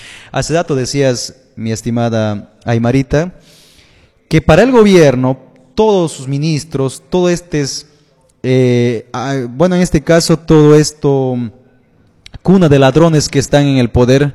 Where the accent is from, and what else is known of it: Bolivia